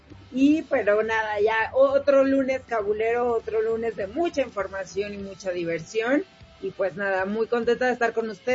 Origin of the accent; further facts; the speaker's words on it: Mexico; Si alguien sabe de este tipo de desgracias, lamentablemente somos los mexicanos.